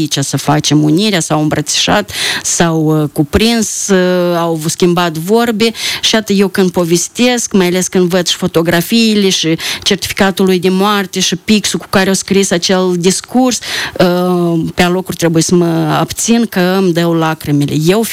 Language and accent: Romanian; Călărași District, Moldova; noi avem și alte personalități care tot sunt de la Călăraș.